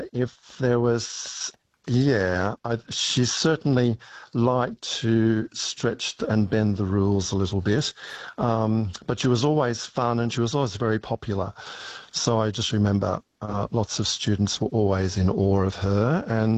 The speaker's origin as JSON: {"language": "English", "town": "Sydney", "region": "New South Wales", "country": "Australia", "tie": "born or raised there", "lives_now": "Darwin, Australia", "said": "I grew up in Sydney, where I went to school, where my family lived, where I went to university."}